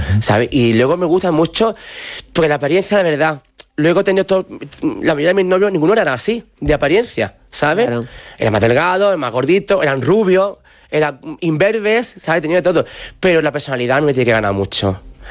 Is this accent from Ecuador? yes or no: no; Alcalá de los Gazules, Andalusia, Spain; born or raised there